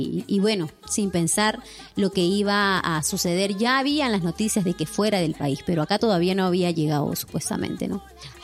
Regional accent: Peru

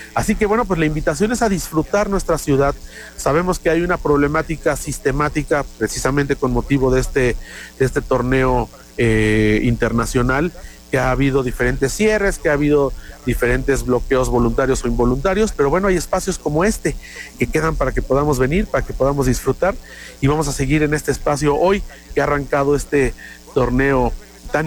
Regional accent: Mexico City, Mexico; forman parte de nuestro entorno como mexicanos, como capitalinos

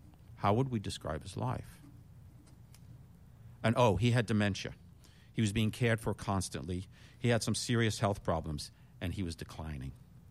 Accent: New York City, New York, United States; I grew up in New York City.

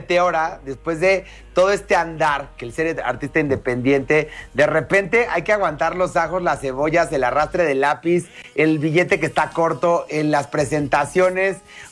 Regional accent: Mexico; nosotros como mexicanos

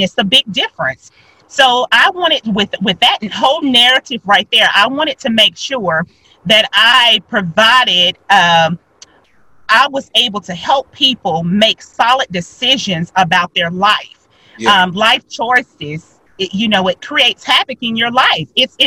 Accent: Newton, Mississippi, United States; now in Chattanooga, United States; Newton, Mississippi is a very small town. It one high school. When I moved to Chattanooga, I was overwhelmed with the amount of schools that they had. But Newton, Mississippi, everybody went to the same high school. It's a little small town that I started out with elementary school.

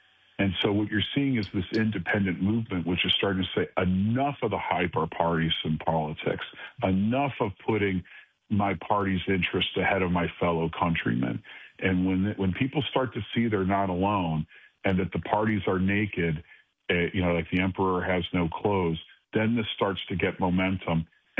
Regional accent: Cleveland, Ohio, United States; I did it because I come from Cleveland, and I'm so proud of my hometown

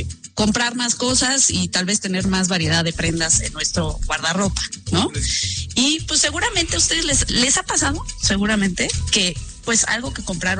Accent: Mexico; cómo somos los mexicanos

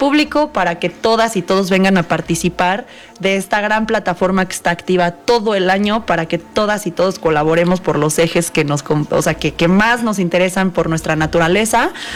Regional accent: Mexico City, Mexico

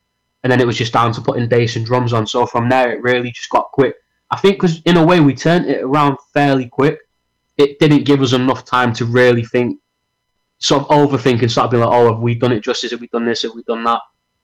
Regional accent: Manchester, North West England, United Kingdom; also born or lived in Liverpool; So we grew up in Manchester, which isn't too far from Liverpool

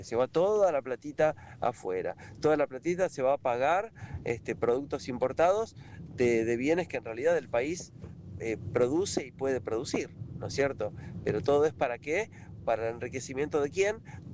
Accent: Argentina; Nosotros, el resto, el pueblo, no somos los argentinos de bien.

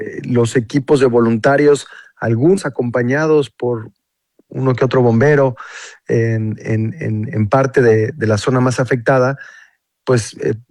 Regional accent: Mexico; Como mexicano, estar en medio de una zona de desastre provocada por un terremoto, pues es recordar muchísimas cosas, pero sobre todo recordar la solidaridad, el apoyo que hemos recibido en el 85, en 2017

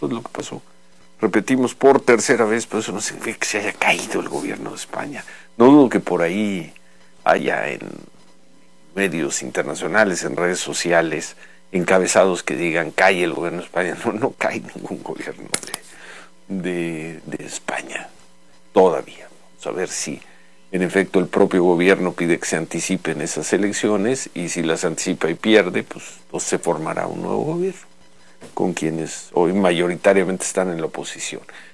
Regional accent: Mexico City, Mexico; Así que crecimos viendo campamentos, sí, en el Zócalo y por todos lados.

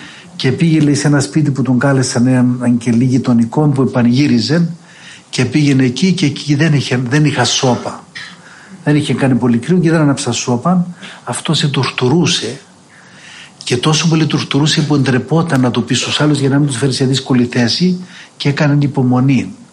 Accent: Greece; now in Mount Athos, Greece; εμείς οι Έλληνες πρέπει να καυχόμεθα και να χαιρόμεθα που είμαστε Ορθόδοξοι

